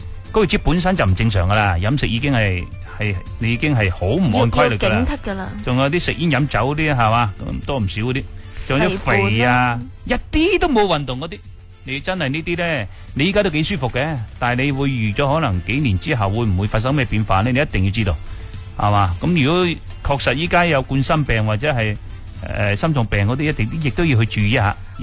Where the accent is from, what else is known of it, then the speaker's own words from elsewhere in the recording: Guangdong, China; 但系我哋广东人好麻烦嘅